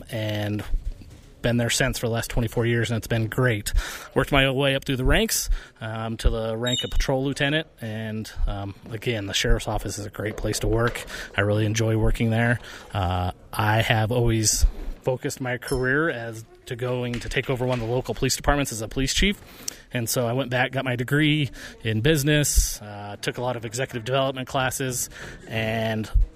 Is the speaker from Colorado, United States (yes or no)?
yes; Parachute, Colorado, United States; they'd go drop me off at the local dispatch center in Parachute at the police department. And so essentially I was raised in the police department.